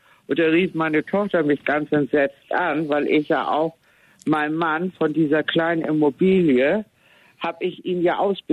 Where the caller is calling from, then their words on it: Tostedt, Lower Saxony, Germany; ich komme hier aus Tosted, 21255 ist meine Postleitzahl